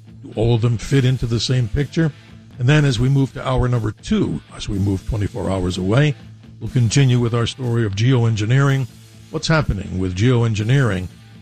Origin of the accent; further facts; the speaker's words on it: New York, United States; as a New Yorker